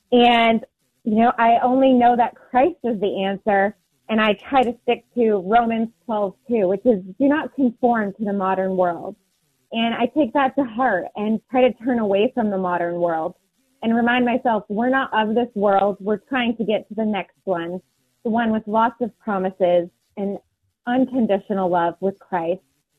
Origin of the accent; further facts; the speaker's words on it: Maine, United States; And I'm a Mainer. I'm originally born and raised in Maine.